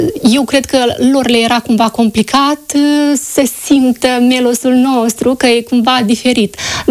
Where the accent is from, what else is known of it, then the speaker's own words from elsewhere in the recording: Moldova; se înțelege că sunt din Basarabia, din Moldova.